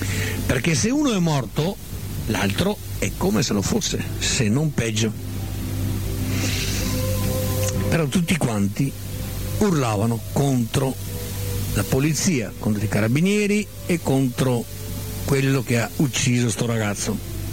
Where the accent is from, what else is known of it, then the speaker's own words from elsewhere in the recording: Veneto, Italy; il nostro Veneto, la mia terra, ha un difetto, io lo so, la conosco perché è la mia terra e la mia gente la conosco bene